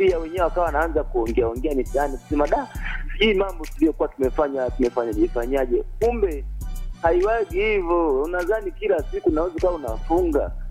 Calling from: Isimani, Iringa, Tanzania; kutoka Isimani Mangawe hapa.

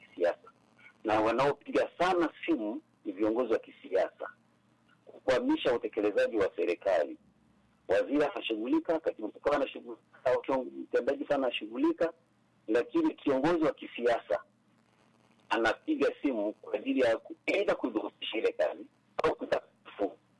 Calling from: Mara, Tanzania; natokea Kiamwame Roria.

